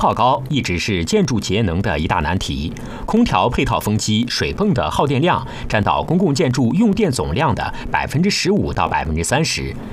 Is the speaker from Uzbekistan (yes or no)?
yes; Uzbekistan; 我计划把这个品种引到乌兹别克斯坦，相信凭借它的优良特性，在我们当地也会有广阔的市场，能够得到本国消费者。